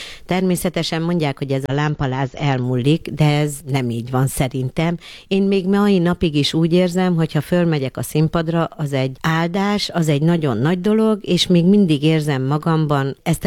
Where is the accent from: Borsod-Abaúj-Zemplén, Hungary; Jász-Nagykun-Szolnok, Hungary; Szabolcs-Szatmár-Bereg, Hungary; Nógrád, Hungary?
Szabolcs-Szatmár-Bereg, Hungary; Egy nagyon pici kis faluban nőttem föl, Szabolcs-Szatmár-Bereg megyében, nagyon kevesen laktak a kis faluban